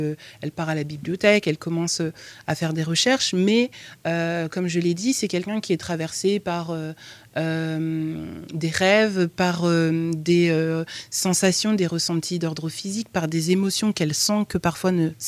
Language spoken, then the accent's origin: French; France; born there; also born or lived in Congo; arrivé en France très très jeune, comme moi.